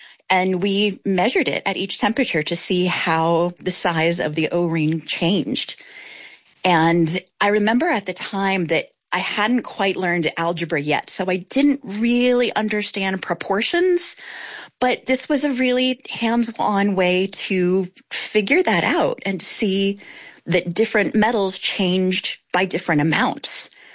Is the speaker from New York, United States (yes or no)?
no; Silicon Valley, California, United States; I grew up in Silicon Valley in the 1980s, where my dad worked at Intel for many years.